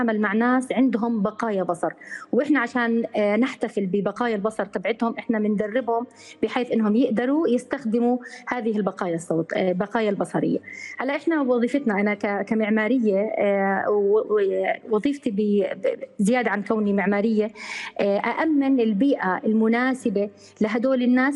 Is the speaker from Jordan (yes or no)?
yes; Jordan